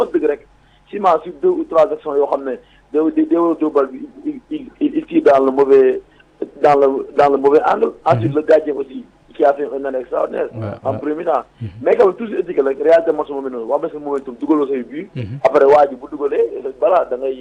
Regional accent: Senegal; je suis un Sénégalais

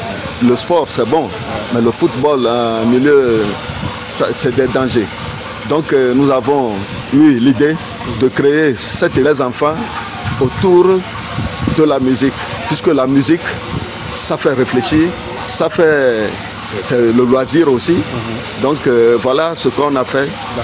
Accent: Senegal; Je suis sénégalais aussi.

